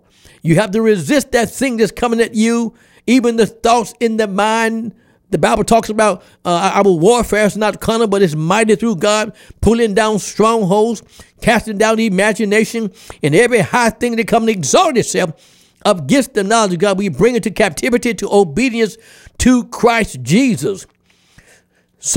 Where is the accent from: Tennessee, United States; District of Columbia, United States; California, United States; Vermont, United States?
Tennessee, United States; Memphis; In my hometown, Memphis, Tennessee, that's a tough city.